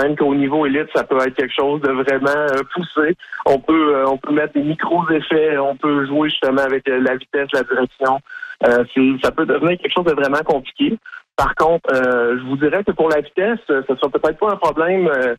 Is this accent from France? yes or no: no; Saint-Grégoire, Quebec, Canada; c'est ma région. Donc, mm-hmm. Je viens de Saint-Grégoire.